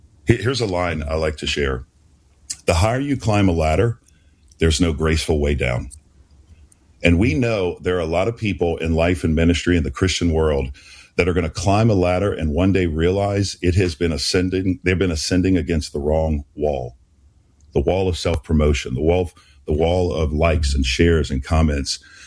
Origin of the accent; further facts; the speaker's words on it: New Orleans, Louisiana, United States; moved away; My life story, my background is I was raised in New Orleans and Roman Catholic, very religious, went to church every Sunday